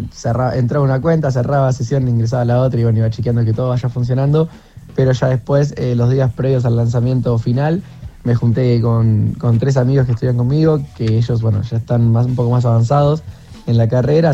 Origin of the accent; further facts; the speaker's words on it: Mar del Plata, Buenos Aires Province, Argentina; yo soy de Mar del Plata.